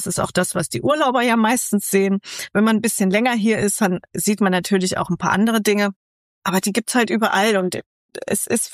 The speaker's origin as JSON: {"language": "German", "region": "Central Germany", "country": "Germany", "said": "Also ich komme ja aus Mitteldeutschland, da gibt es das auch nicht. Wir hatten es schneller warm, länger hell und ja, wie du sagst, nicht so rau."}